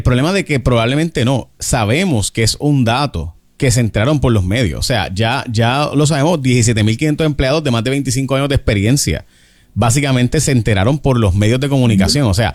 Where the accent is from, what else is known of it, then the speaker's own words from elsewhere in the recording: Carolina, Puerto Rico; Somos de Carolina.